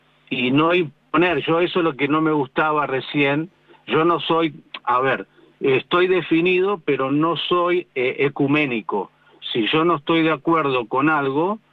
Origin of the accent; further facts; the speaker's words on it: Buenos Aires, Argentina; now in Luján, Argentina; Nosotros somos porteños, vivimos en Luján, pero somos porteños.